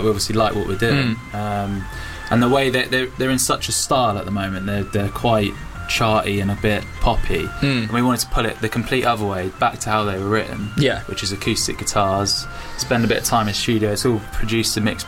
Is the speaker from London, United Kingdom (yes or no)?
no; Chichester, South East England, United Kingdom; That's like near where we're from. We're from Chichester.